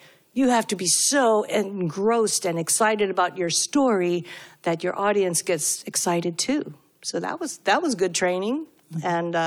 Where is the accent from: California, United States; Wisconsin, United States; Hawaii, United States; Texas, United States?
Hawaii, United States; I think I got a break because I was from Hawaii, frankly.